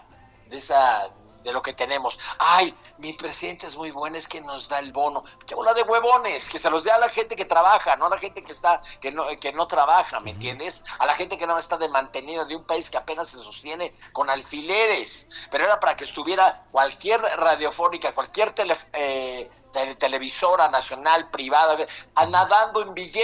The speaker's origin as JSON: {"language": "Spanish", "country": "Mexico"}